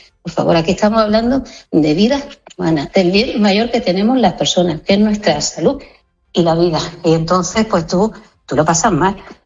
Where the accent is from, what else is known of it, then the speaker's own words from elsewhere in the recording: Ceuta, Spain; Nosotros somos españoles. Tanto Ceuta como Melilla y independientemente de las creencias religiosas, nuestro vecino, ¿no? ¿Qué digo yo? Nuestra población caballa, mayoritariamente es musulmana y cristiana